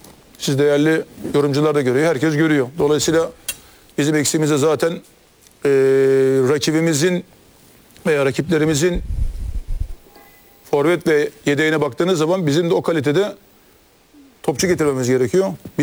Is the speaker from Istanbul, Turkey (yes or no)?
yes; Istanbul, Turkey; Kasımpaşa'nın bir evladıyım. Kasımpaşa'da doğdum.